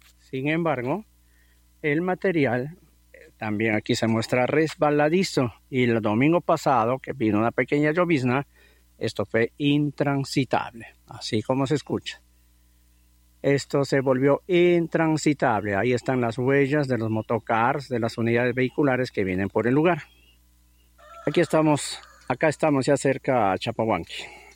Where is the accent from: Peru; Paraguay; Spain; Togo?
Peru; Urcupata, San Martín; Somos pobladores de Urcupata